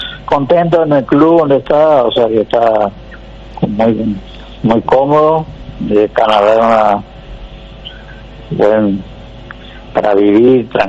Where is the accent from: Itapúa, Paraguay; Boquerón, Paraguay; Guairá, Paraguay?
Guairá, Paraguay; Coronel Martínez; moved away; Nosotros nacimos en Coronel Martínez.